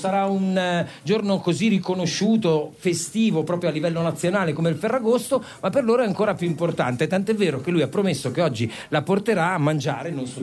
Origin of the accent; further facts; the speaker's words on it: Bologna, Emilia-Romagna, Italy; Bolognese.